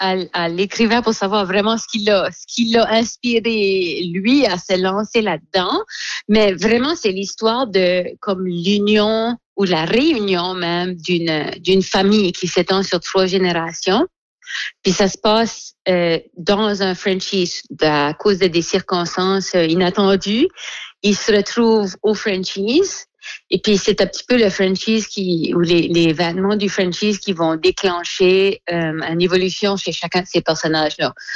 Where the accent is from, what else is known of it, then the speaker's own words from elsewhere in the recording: Dieppe, New Brunswick, Canada; now in Shediac, Canada; Là, moi, j'ai grandi à Dieppe.